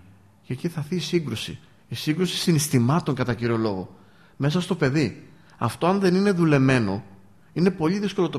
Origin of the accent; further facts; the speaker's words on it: Livadeia, Central Greece, Greece; moved away; also born or lived in Corinth; Και εγώ όταν ήμουν εδώ στο Λοβαδιακό και ήμουν πριν φύγω από τον τόπο μου